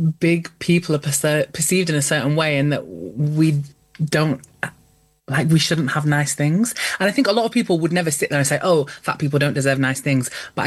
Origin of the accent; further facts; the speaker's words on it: United Kingdom; I mean, I think as British people in general, sex in itself is extremely taboo